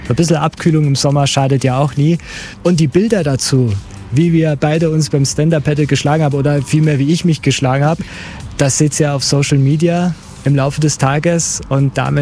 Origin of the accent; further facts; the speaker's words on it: Germany; now in Austria; das lerne ich auch immer als Deutscher hier dazu